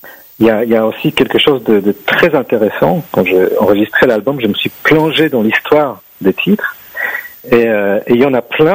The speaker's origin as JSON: {"language": "French", "country": "Poland", "tie": "born or raised there", "moved": "yes", "said": "moi je suis polonais d'origine. Donc j'ai grandi en Pologne"}